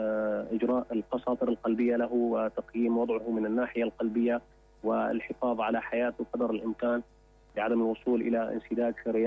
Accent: Syria; now in Germany; بلدنا سوريا

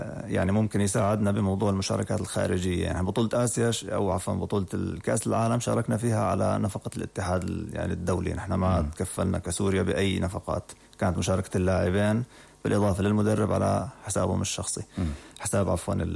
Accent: Syria

